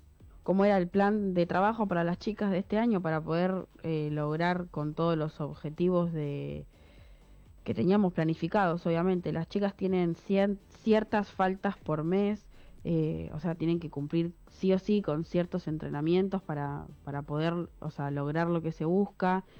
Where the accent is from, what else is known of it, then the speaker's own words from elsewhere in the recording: Alejandro Korn, Buenos Aires Province, Argentina; moved away as an adult; now in General Belgrano, Argentina; yo soy de Alejandro Cor, y hace 2 años que me mudé a General Belgrano